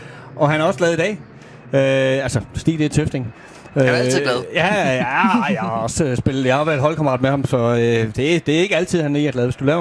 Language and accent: Danish; Odense, Region of Southern Denmark, Denmark; moved away; also born or lived in Randers; jeg er odenseaner og flytter tilbage igen.